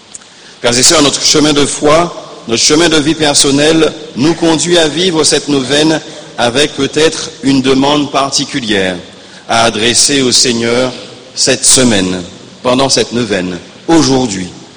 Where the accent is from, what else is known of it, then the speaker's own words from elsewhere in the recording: Guadeloupe; chez nous en Guadeloupe